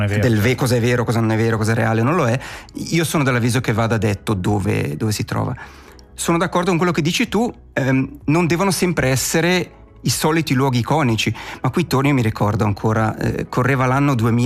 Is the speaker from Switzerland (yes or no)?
yes; Ticino, Switzerland; noi ticinesi e ticinesi viviamo il nostro territorio e adoriamo il nostro territorio